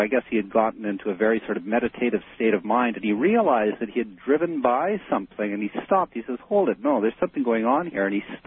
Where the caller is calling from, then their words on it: Vancouver, British Columbia, Canada; In Vancouver, Canada.